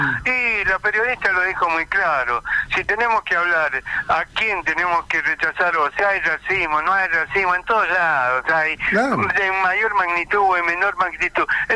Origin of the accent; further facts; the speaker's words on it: Argentina; Todos somos argentinos